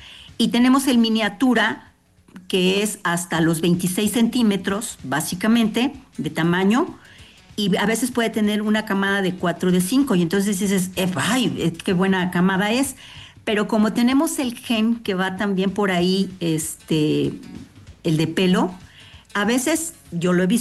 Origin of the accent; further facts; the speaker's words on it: Mexico; al país y a nosotros como mexicanos